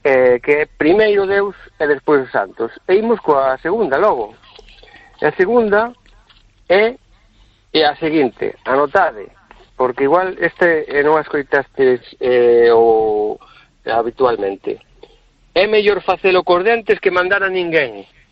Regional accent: Quiroga, Galicia, Spain; Eu como son de Quiroga, non está moi lonxe do barco, pois farei unhas pesquisas.

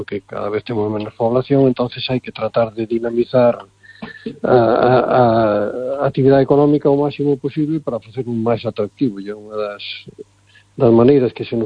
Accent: Galicia, Spain; é o típico de Galicia, e o que somos os galegos, non?

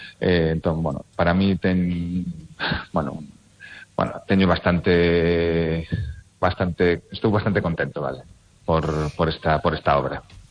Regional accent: Lugo, Galicia, Spain; é un cadro que tiña moitas ganas de, bueno, de facer como lucense, recuperando un pouco a historia de Lugo

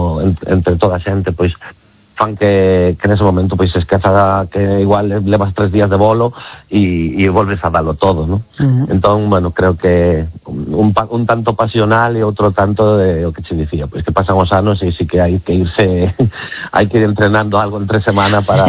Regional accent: Galicia, Spain; Entendía que seríamos vascos, pero nada máis, non. Somos galegos

